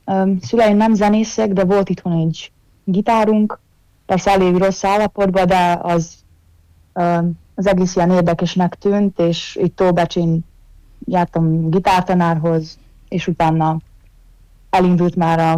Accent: Bečej, Vojvodina, Serbia; Mi hárman mindannyian óbecseiek vagyunk

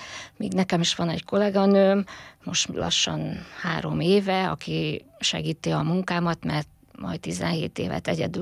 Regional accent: Paks, Tolna, Hungary; Én Biriton nőttem fel a Paksi Állami Gazdaságba, ami egy nagy család volt akkor.

